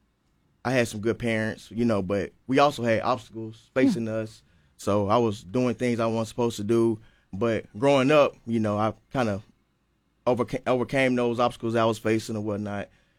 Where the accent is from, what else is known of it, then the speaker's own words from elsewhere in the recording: North Little Rock, Arkansas, United States; I grew up in North Little Rock. Not really a good area.